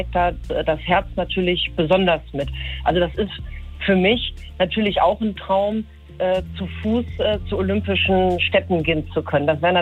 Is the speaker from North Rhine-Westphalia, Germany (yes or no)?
yes; Cologne, North Rhine-Westphalia, Germany; ich bin Kölnerin, ich bin in Köln geboren, aufgewachsen, bin da nie weggezogen.